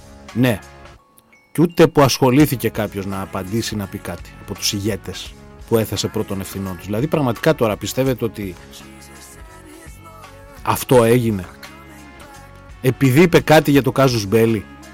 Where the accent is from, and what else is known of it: Greece